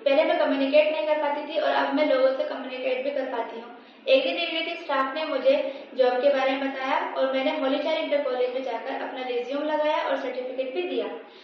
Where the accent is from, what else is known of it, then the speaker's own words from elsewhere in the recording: Rampur, Uttar Pradesh, India; मैं बी ए first year में हूँ और मैं पीडब्ल्यूडी कॉलोनी मधुबनी टोला रामपुर उत्तर प्रदेश की रहने वाली हूँ।